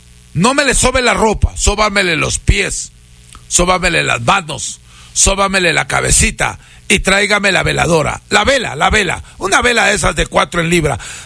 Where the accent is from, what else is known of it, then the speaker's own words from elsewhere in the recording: Píllaro, Tungurahua, Ecuador; Yo soy de Píllaro